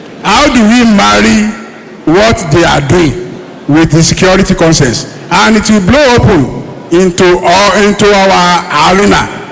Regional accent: Ibadan, Oyo, Nigeria; I come from Olodo Ibadan here to attend this lecture.

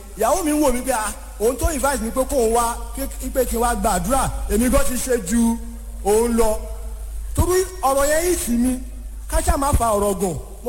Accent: Apapa, Lagos, Nigeria; mo wá láti ìlú Èkó ní Àpápá.

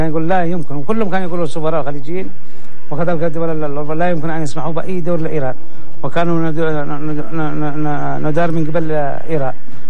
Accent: Yemen; أنا كشعب يمني

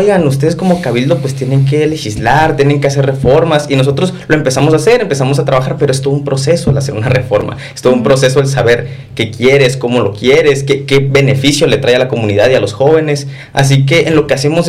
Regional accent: Tijuana, Baja California, Mexico; saber que somos todos de Tijuana

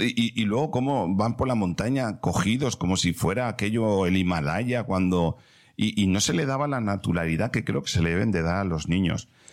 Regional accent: Valencian Community, Spain

